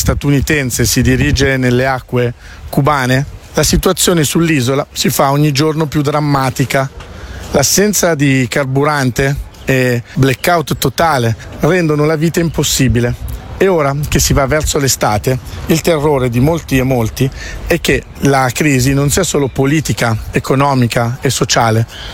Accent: Havana, Cuba; Italian is a second language; se la situazione nel mio paese continua ad aggravarsi così, il popolo cubano finirà per scomparire. È triste dirlo, è un'angoscia totale. Con questi blackout i propri cari non riescono più a resistere. Io sono dell'Havana, la mia famiglia è dell'Oriente

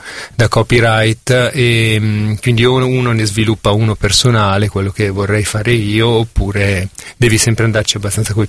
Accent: Milan, Lombardy, Italy; Sì, io sono di Milano e provengo proprio dal quartiere di Ponte Lambro

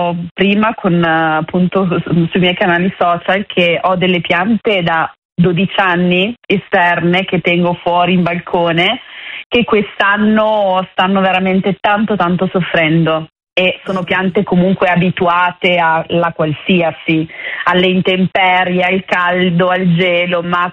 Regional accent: Parma, Emilia-Romagna, Italy; Poi qui a Parma, perché io sono di Parma

